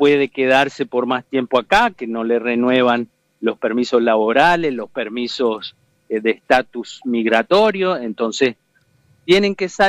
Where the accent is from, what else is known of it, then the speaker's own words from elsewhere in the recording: Uruguay; now in United States; seguiré yendo a visitar la familia, los amigos, mi pueblito y otras regiones lindas que tiene el Uruguay